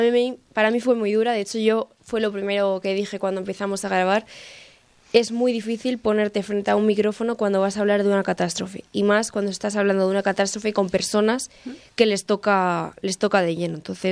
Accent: Spain; siendo española

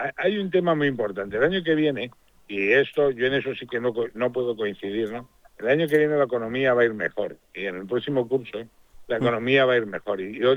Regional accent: Spain

